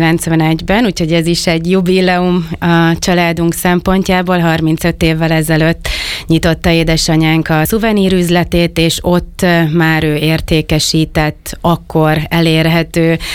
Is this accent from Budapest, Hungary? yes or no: no; Balatonfüred, Veszprém County, Hungary; also born or lived in Tihany; Én balatonfüredi születésű vagyok. Balatonfüreden éltünk, viszont Tihanyban töltöttük a mindennapjainkat, már szüleink is Tihanyban vállalkoztak, úgyhogy a balatoni nyarakat strandolás helyett Tihanyban töltöttük, élveztük, úgyhogy balatonfüredi és tihanyi